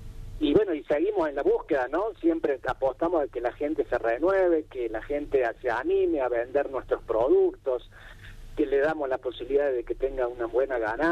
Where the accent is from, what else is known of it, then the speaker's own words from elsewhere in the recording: Río Tercero, Córdoba, Argentina; born there; de la ENET número 1 de General Savio de Río Tercero.